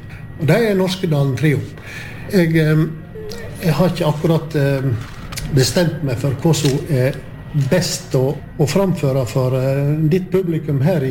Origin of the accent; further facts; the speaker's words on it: Gaupne, Vestland, Norway; Swedish is a second language; så sa jag att jag kommer ju ifrån Gaupne. Och då grät hon.